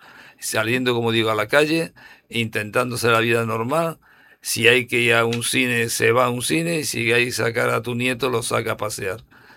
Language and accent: Spanish; Ceuta, Spain; los que somos de Ceuta